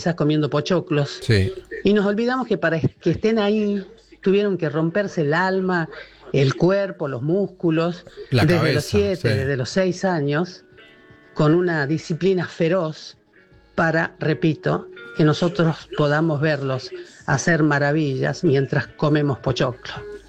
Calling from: Tucumán, Argentina; de Tucumán.

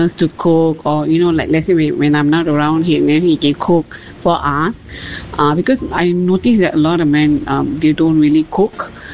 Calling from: India; I'm Indian

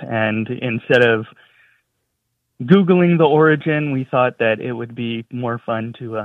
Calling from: San Luis Obispo, California, United States; I'm calling from San Luis Obispo, California.

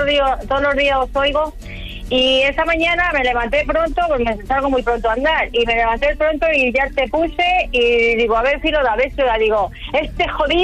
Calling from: Alcorcón, Community of Madrid, Spain; Desde Alcorcón, Madrid.

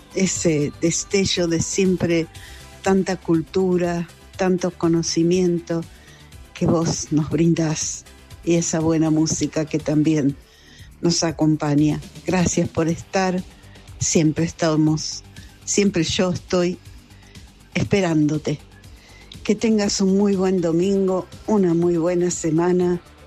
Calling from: Caseros, Buenos Aires Province, Argentina; de Caseros.

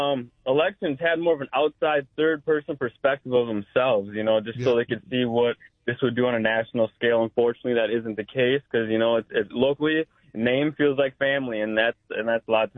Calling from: St. Paul, Minnesota, United States; I'm from St. Paul, Minnesota

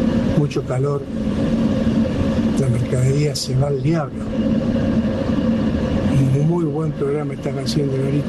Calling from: Villa María, Córdoba, Argentina; desde la panadería en Villa María.

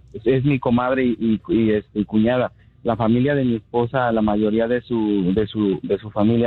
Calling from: Modesto, California, United States; De aquí, de Modesto, California.

